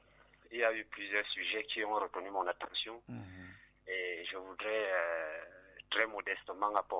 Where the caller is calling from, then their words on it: Yaoundé, Centre, Cameroon; Ah, je suis à Tam Tam.